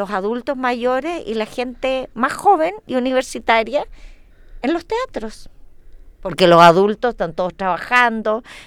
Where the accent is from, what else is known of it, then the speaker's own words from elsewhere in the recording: Chile; nosotros como chilenos, que somos una mezcla, ¿no es cierto?, de razas y de cultura